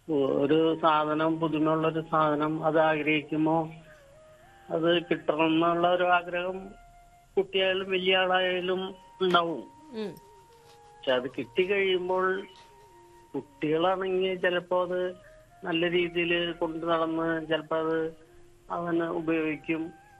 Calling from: Chalakudy, Kerala, India

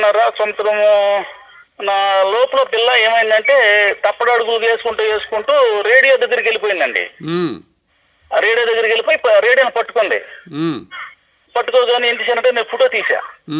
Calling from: Machilipatnam, Andhra Pradesh, India; నేను కృష్ణా జిల్లా మచిలీపట్నం నుంచి మాట్లాడుతున్నాను.

